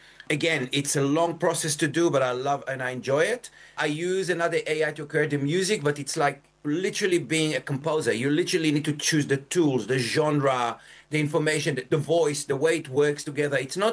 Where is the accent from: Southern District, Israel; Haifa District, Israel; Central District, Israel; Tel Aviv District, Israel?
Southern District, Israel; Kibbutz Yad Mordechai; moved away as an adult; now in Australia; I was born in Israel in 1964. I grew up in Kibbutz Yad Mordechai